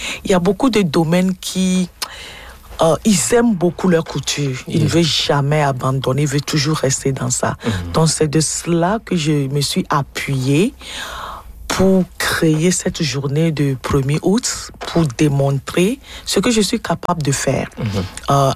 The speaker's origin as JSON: {"language": "French", "country": "Togo", "said": "je suis togolaise et puis mes parents sont des Togolais."}